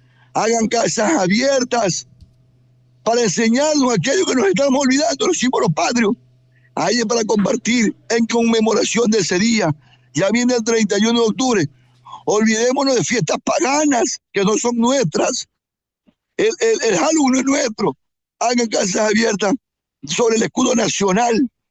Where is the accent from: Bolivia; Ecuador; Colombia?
Ecuador; nos sentimos orgullosos ecuatorianos.